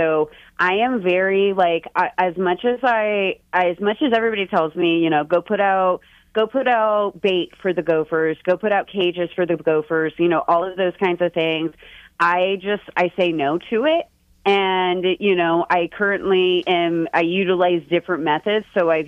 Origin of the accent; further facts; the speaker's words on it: the South, United States; I'm from the South